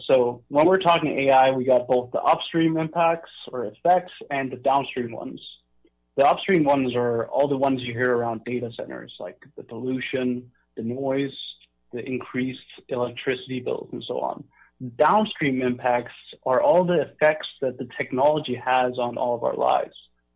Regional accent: Denmark; moved away as an adult; now in Canada; I'm actually from Denmark, which is where I grew up. I moved to Canada around 8 years ago.

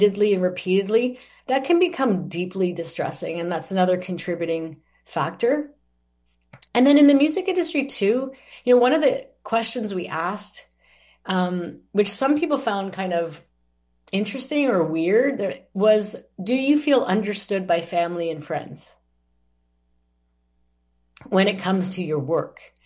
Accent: Canada; As much as we like to think here in Canada that, you know, well, we're Canadian

